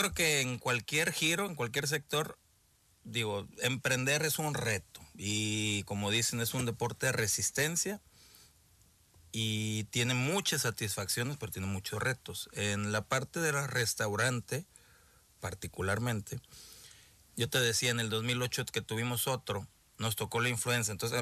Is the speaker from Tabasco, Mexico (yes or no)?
no; Tampico, Tamaulipas, Mexico; Yo crecí en Tampico.